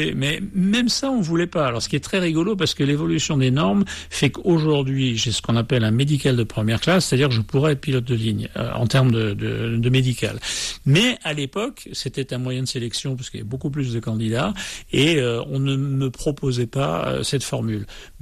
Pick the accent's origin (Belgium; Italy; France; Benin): France; Dijon, Bourgogne-Franche-Comté; also born or lived in Cambrai; je suis né à Cambrai, mais mon père était militaire, donc j'y suis resté très très peu. Et la destination suivante, c'était Dijon, à la fin des années 50.